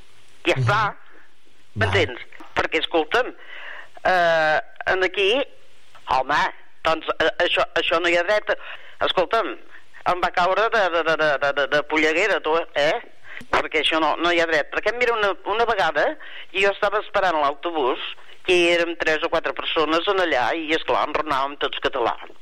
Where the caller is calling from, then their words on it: Girona, Catalonia, Spain; Que jo sóc de Girona i en surt moltes paraules gironines.